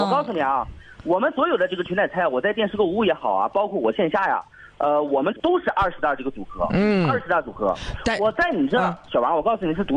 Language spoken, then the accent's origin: Chinese; Dachangshan Island, Liaoning, China; 是土生土长的岛里人，大长山岛人